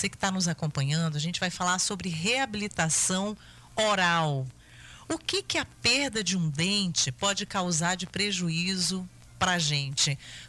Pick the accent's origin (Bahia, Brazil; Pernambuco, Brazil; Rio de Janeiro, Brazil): Bahia, Brazil; Brumado; now in Luís Eduardo Magalhães, Brazil; Rádio Nova Vida em Brumado, na minha terra natal